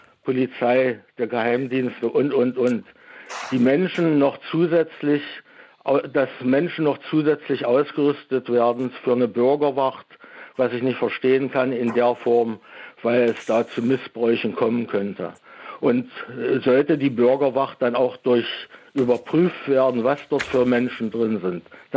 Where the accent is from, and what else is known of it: Saxony-Anhalt, Germany; now in Dresden, Germany